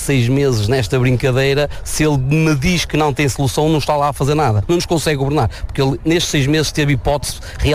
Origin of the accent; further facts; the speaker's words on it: Portugal; Pretendemos que o primeiro-ministro Luís Montenegro nos ouça os portugueses, somos portugueses, somos cidadãos.